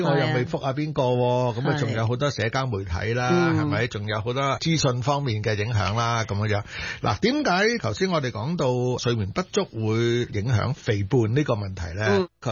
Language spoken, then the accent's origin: Cantonese; China; 因为健康中国嚟讲都知道我哋中国人咧14亿嘅市民啦